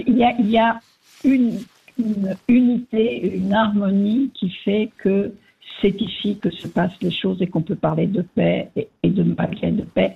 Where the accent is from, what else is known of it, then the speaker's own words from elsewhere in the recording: France; now in Rome, Italy; Je suis française, je vis à Rome, et j'ai vécu à Paris, j'ai vécu dans d'autres capitales du monde.